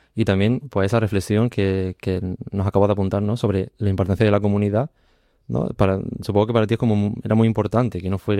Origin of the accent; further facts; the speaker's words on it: Granada, Andalusia, Spain; Yo como granadino